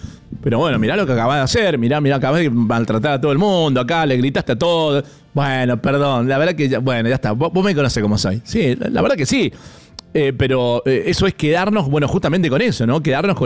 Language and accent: Spanish; Argentina